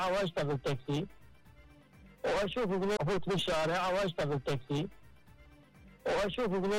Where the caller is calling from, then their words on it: Kirkuk, Kirkuk Governorate, Iraq; من كركوك. انا من كركوك.